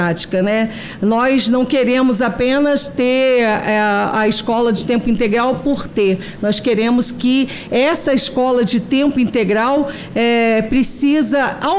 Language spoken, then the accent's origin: Portuguese; Campos dos Goytacazes, Rio de Janeiro, Brazil; E nem chuvisco, porque eu sou de Campos, Goitacazes.